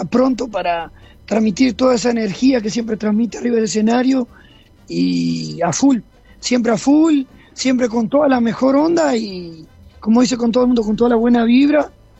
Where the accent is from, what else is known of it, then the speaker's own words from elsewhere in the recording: Salto, Uruguay; creo que soy el único salteño, no hay que buscarle, el único del interior que canté en el Campeón del Siglo.